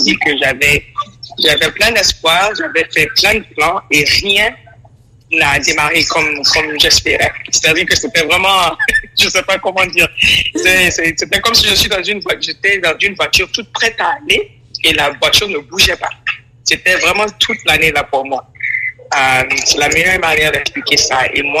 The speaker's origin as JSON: {"language": "French", "town": "Conakry", "country": "Guinea", "tie": "born there", "said": "Moi, je suis née en Guinée-Conakry, mais mes études sont basées sur le Ghana"}